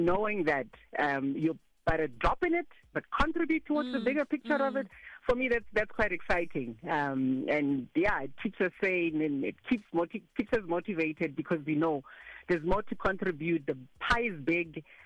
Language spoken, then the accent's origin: English; South Africa; I can say I'm proudly South African and I fly the flag as high as I possibly can.